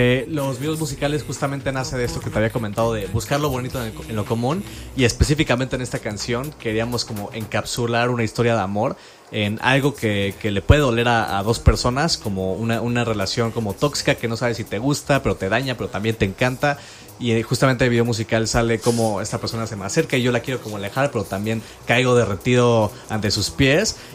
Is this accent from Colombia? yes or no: no; Mexico; accent: Mexican; soy mexicano.